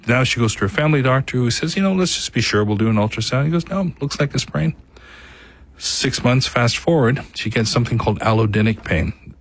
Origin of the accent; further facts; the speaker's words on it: Canada; I am from Canada. I grew up north of here, but yeah.